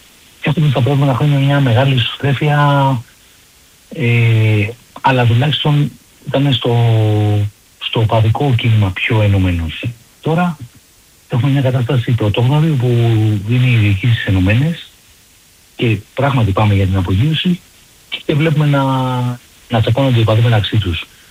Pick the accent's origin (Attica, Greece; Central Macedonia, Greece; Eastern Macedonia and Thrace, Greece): Attica, Greece; Vyronas; επειδή είμαι από το Βύρονο και είναι γέννημα χρέμα.